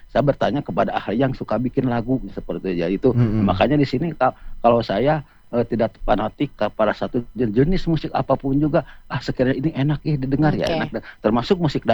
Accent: West Java, Indonesia; kalau Sunda daerah saya sendiri kan

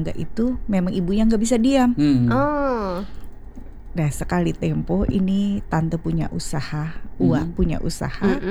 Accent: Lampung, Indonesia; Sebetulnya saya asli orang Lampung, tapi saya punya suami dan keluarga orang Lampung, orang Jawa.

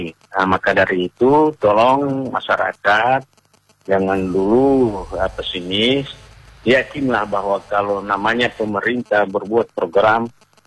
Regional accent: Indonesia; kita masyarakat Desa Tenggela

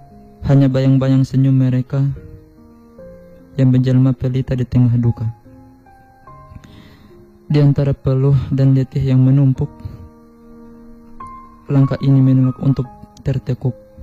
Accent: Central Sulawesi, Indonesia; moved away as an adult; now in Gorontalo, Indonesia; Kalau saya asalnya dari Sultengka, Sultan Kabupaten Bangkelok.

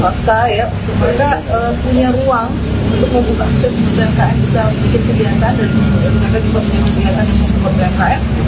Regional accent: Sorong, Southwest Papua, Indonesia; born there; Jadi 48 tahun yang lalu di Sorong. Kemudian saya udah sempat keluar Sorong juga, tetap aja kembali lagi ke Sorong.

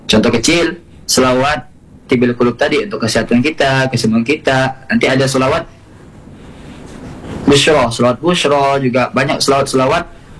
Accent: Pontianak, West Kalimantan, Indonesia; saya juga bukan orang Arab, saya juga orang Sungai Jawi ya.

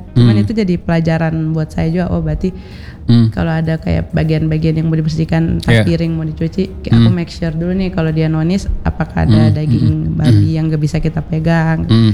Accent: Palu, Central Sulawesi, Indonesia; Saya asli Palu

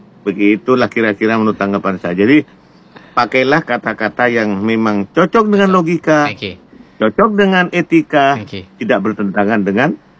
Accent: Madura, East Java, Indonesia; saya sebagai orang Madura

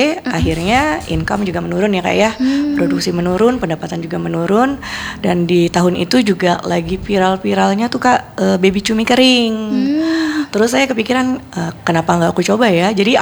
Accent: Kalimantan, Indonesia; Karena saya pikir kan saya orang Kalimantan ya. Suku saya juga Banjar.

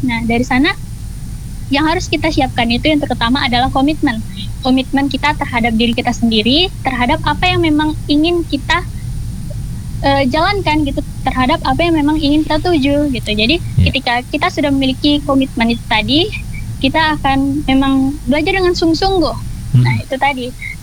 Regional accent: Bengkalis, Riau, Indonesia; moved away as an adult; now in Makassar, Indonesia

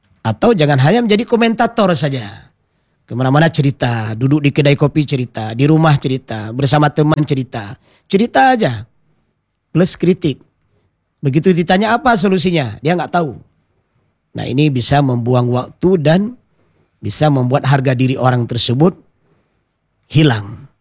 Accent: Aceh, Indonesia; saya sebagai orang Aceh, ya, saya sebagai orang Indonesia juga

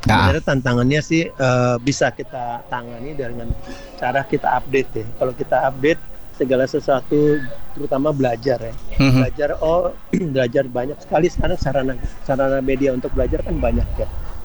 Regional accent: Manado, North Sulawesi, Indonesia; Iya, betul. Kita dari Manado.

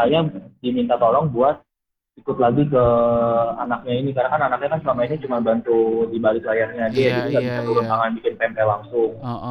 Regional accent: Bekasi, West Java, Indonesia; born there; padahal aku sendiri pun lahirnya di Bekasi dan mama papa tuh orang Jawa Kak

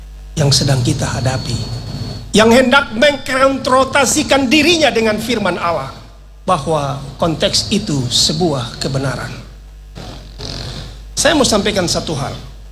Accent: Jayapura, Papua, Indonesia; Yo, saya dari Jayapura, jadi saya bilang itu.

